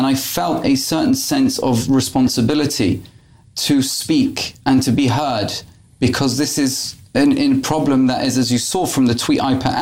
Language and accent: English; United Kingdom; we've as I said before, we're proudly British, and sometimes it's the British attitude just to get your head down and move on